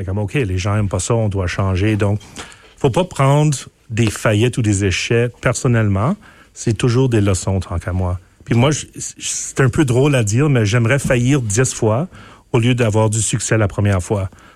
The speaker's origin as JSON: {"language": "French", "region": "Manitoba", "country": "Canada", "said": "je viens de deux cultures, je viens des Grecs, qui sont des gens qui ont des opinions, puis sont forts, puis les franco-manitobains"}